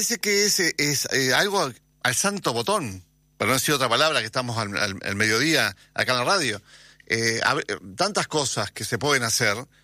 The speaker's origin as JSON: {"language": "Spanish", "town": "Juan Lacaze", "region": "Colonia", "country": "Uruguay", "tie": "born there", "said": "los que nacimos y vivimos, o somos lacasinos, que estemos trabajando afuera, pero los que nacimos en Juan Lacase."}